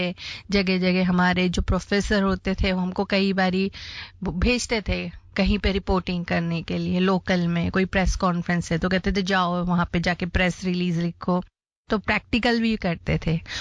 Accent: Ujjain, Madhya Pradesh, India; हमारा छोटा सा उज्जैन शहर

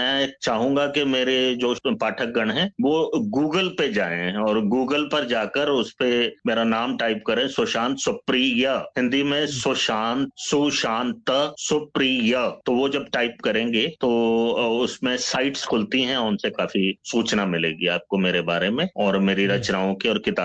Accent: Amritsar, Punjab, India; moved away; also born or lived in Delhi; अपने मेरा home town जो है वो अमृतसर है, मेरे पेरेंट्स वहीं सेटल्ड हैं

